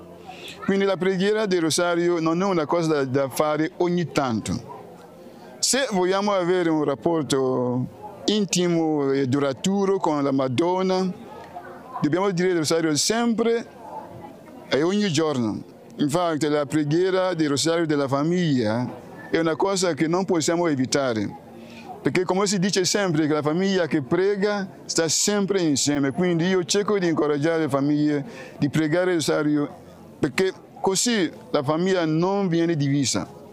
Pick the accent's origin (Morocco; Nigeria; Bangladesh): Nigeria; now in Rome, Italy; sono della Nigeria, ma ora sto a Roma, nella parrocchia di Santa Chelidonia, vicino a Subiaco.